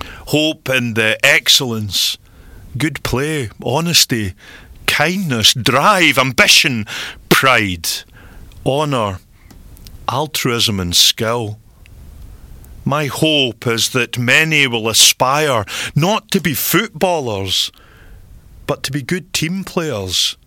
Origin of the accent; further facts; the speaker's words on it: Scotland, United Kingdom; as a very young child, I was proud of being Scottish